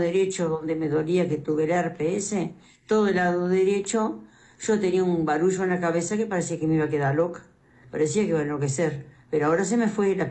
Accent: Tacuarembó, Uruguay; Soy de acá de Tacuarembó, sí.

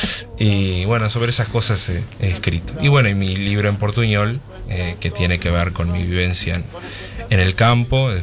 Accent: Blanquillos, Rivera, Uruguay; also born or lived in Minas de Corrales; soy de Minas de Corrales. En verdad, me considero más blanquillense, soy de Blanquillos, del campo, a unos 30 kilómetros de Minas de Corrales. Ahí fue donde crecí. Y igual siempre, obviamente, tuve mucho vínculo con Corrales y con Rivera. Y bueno, de ahí vengo.

